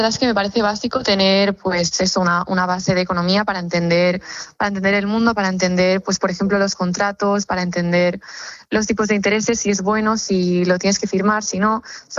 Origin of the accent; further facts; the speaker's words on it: Tarragona, Catalonia, Spain; Yo soy de Tarragona, del Instituto Antoni Martí Franquès.